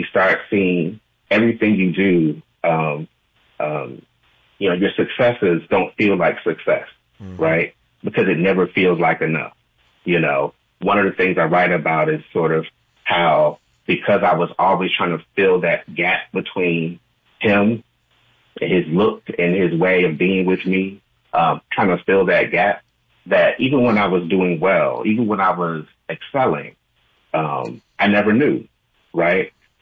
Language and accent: English; Newark, New Jersey, United States; We grew up in Newark, New Jersey, and he was beloved, and he was a guy's guy.